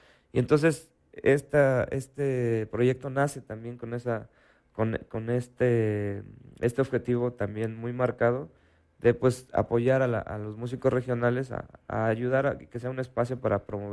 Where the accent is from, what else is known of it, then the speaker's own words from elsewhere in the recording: Puebla, Mexico; moved away as an adult; now in Comarca Lagunera, Mexico; yo soy de Puebla. Uh-huh. Llegué aquí hace 2 años, soy integrante de la Camerata y por eso fue que me vine para acá